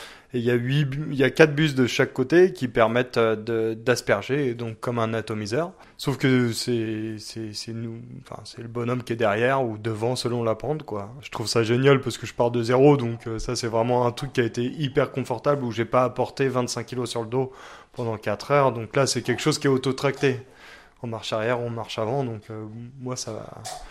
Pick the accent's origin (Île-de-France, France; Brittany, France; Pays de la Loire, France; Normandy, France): Pays de la Loire, France; Angers; moved away as an adult; also born or lived in Pic Saint-Loup; now in Aude, France; je viens d'Angers à la base, j'ai fait un BTS à viticulture œnologie à Saumur. Et je suis arrivé au Pic Saint-Loup après mon BTS, donc à 22 ans. Et je suis resté 7 ans là-bas